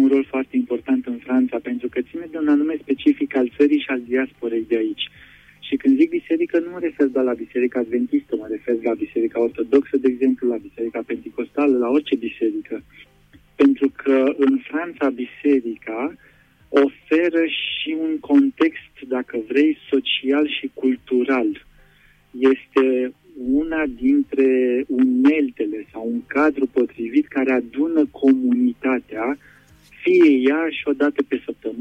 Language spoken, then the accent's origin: Romanian; Romania; now in Paris, France; noi ca români tindem să venim spre biserică